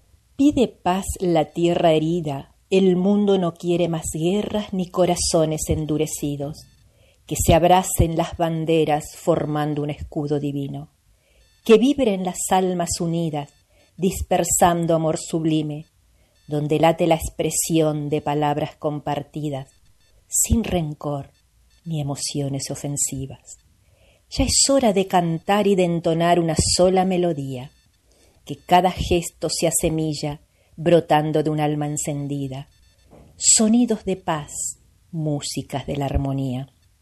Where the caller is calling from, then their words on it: Presidencia Roque Sáenz Peña, Chaco, Argentina; soy de Sáenz Peña, Chaco, Argentina